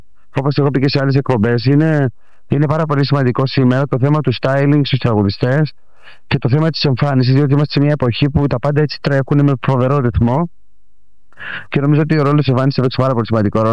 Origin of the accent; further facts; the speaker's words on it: Piraeus, Attica, Greece; born there; Γεννήθηκα στην Πειραιά, η καταγωγή μου είναι από την Κρήτη.